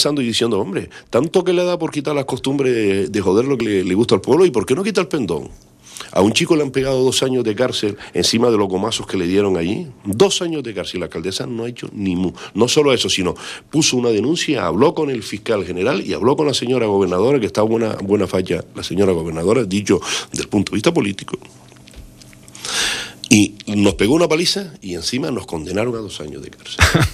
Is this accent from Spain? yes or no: yes; Artenara, Canary Islands, Spain; moved away; also born or lived in La Laguna, Tenerife; A mí tengo la ventaja de haber nacido, vivido mi infancia en Artenara, que es un pueblo precioso.